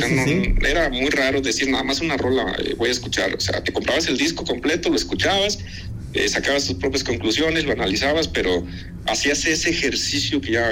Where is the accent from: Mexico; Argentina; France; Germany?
Mexico; State of Mexico; Yo soy de un municipio que se llama Lubianos, Estado de México, y pues es un municipio pequeño.